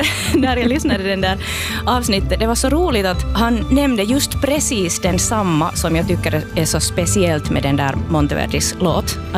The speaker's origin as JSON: {"language": "Swedish", "town": "Lahti", "region": "Päijänne Tavastia", "country": "Finland", "tie": "born there", "said": "jag kommer från Lahtis"}